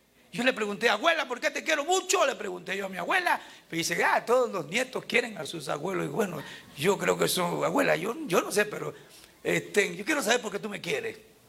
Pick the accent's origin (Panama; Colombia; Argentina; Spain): Panama; moved away; yo fui criado, en Panamá